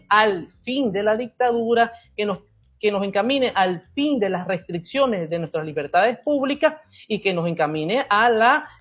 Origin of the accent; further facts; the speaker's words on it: Venezuela; la transición que vivimos los venezolanos en el año 58.